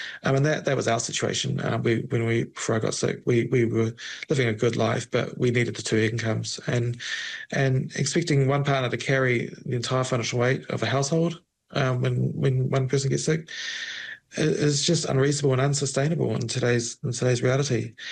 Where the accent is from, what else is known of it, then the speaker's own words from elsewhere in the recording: New Zealand; we're paying in revenue as a Kiwi, as an individual.